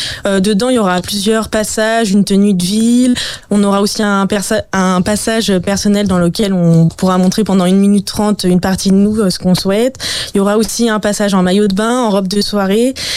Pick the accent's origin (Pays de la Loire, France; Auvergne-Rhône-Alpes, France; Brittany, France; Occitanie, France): Pays de la Loire, France; Le Mans; now in near Nantes, France; j'ai 25 ans et je suis originaire du Mans et je suis actuellement près de Nantes pour terminer mes études.